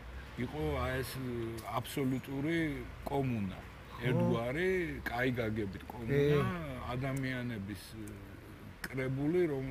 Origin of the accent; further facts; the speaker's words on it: Tbilisi, Georgia; ამ მაზუტნას შესახვევში იყო ჩვენი სახლი. აბუეჩემიც მეცნიერი კაცი იყო, იქ ცხოვრობდნენ, ძალიან კარგი თბილისური ეზო იყო. ნაწილ ამ ეზოში ცხოვრობდნენ სომხები, იყვნენ ქურთები, ქართველები.